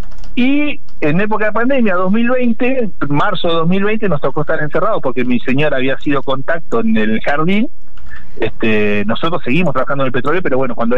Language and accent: Spanish; Argentina; born there; also born or lived in Buenos Aires; Después volví a mi pueblo acá, y 2004, bueno, ya había nació nuestro hijo en el 2005, así que ya me quedé acá, no me fui más.